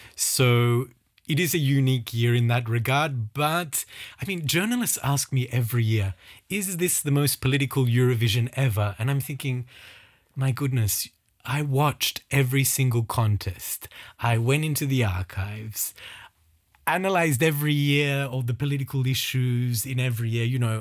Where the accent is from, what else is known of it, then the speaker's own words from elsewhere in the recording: Australia; I'm from Australia